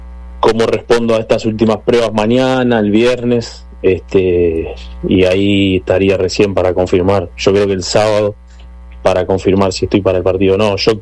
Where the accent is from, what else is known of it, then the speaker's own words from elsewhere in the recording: Argentina; No, bueno, realmente como argentino es, para nosotros es primero una alegría haberlo vivido.